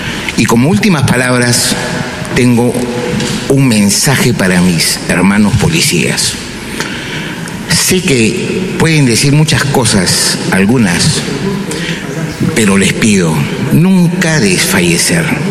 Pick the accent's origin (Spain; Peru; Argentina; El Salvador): Peru